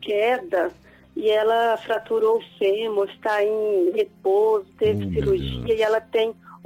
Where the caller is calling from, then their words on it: Amorinópolis, Goiás, Brazil; Eu falo da Fazenda Bela Vista, município de Amorinópolis, Goiás.